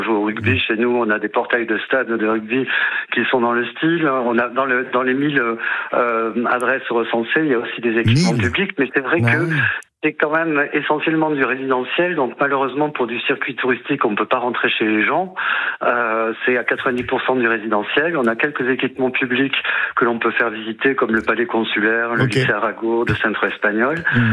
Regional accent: Toulouse, Occitanie, France; Je suis toulousain donc je parle sans crainte.

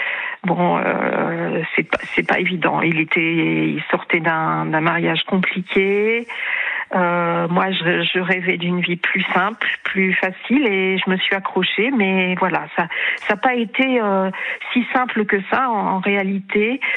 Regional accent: Hauts-de-France, France; now in Charente-Maritime, France; Alors, à la base, je suis originaire du Pas-de-Calais.

